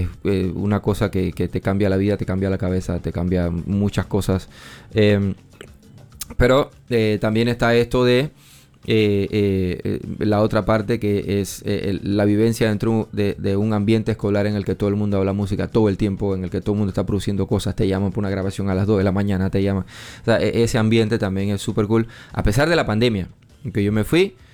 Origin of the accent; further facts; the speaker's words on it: Panama; moved away as an adult; Y muy feliz de estar de vuelta en mi país, de vuelta en el calor de mi tierra